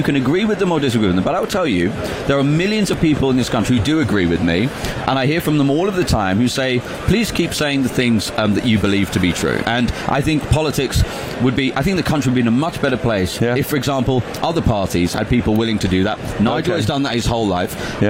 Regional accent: United Kingdom; born there; I was born in Britain, so maybe not.

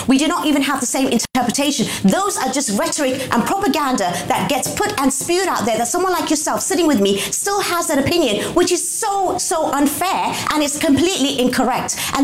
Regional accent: United Kingdom; I am still British and I'm still proud.

